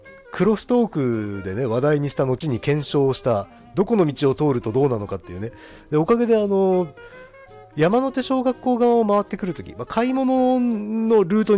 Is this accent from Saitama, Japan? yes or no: no; Kuriyama, Hokkaido, Japan; now in Otaru, Japan; 私小学校は北海道夕張郡栗山町でしたから、